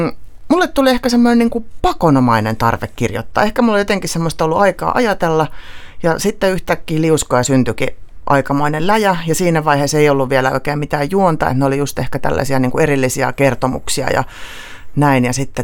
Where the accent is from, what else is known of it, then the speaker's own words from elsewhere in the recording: Helsinki, Uusimaa, Finland; mistä mä oon ihan kotoisin, missä asuttiin äidin ja siskon kanssa ja isäpuolen kanssa, niin me oltiin siellä niinku aivan siis oikeasti Itä-Helsingissä.